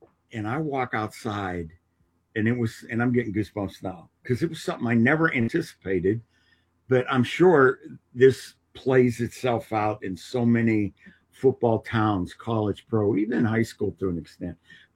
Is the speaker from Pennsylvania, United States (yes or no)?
yes; Pittsburgh, Pennsylvania, United States; I grew up in Pittsburgh, very similar.